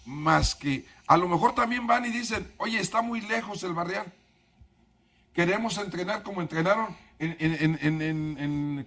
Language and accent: Spanish; Mexico